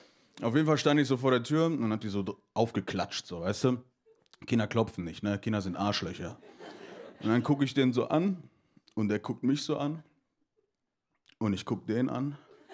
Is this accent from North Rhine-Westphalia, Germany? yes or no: yes; North Rhine-Westphalia, Germany